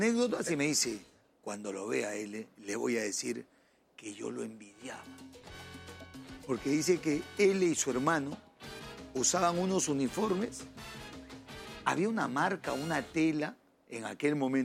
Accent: Callao, Peru; born there; Por si acaso yo nací en el Callao

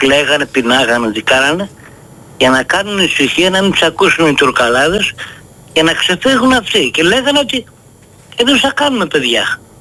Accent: Ios, South Aegean, Greece; από την Ίο

